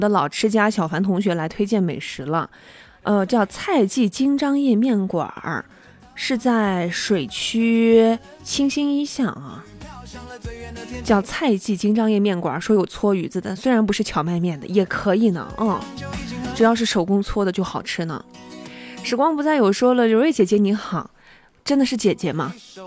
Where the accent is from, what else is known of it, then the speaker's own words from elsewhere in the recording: Zhangye, Gansu, China; now in Xinjiang, China; 我对张掖方言的开发度不足1%